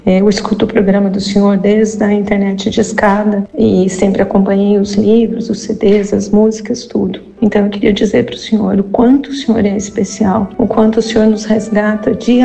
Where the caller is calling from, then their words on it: Campinas, São Paulo, Brazil; sou de Campinas.